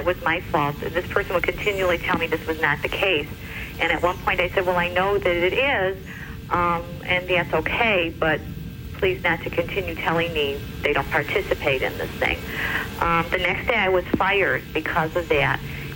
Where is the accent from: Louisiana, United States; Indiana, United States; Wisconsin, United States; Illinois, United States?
Illinois, United States; Chicago; Sister, I'm from Chicago, mm-hmm. or a suburb of Chicago